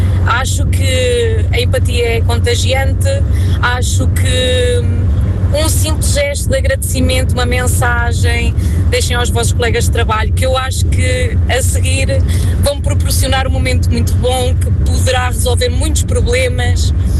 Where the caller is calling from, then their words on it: Sangalhos, Centro, Portugal; sou de Sangalhos.